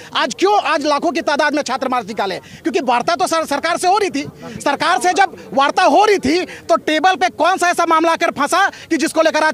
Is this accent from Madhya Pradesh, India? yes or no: no; Jharkhand, India; मैं एक झारखंडी हूं और मैं ट्राइबल आदिवासी झारखंडी हूँ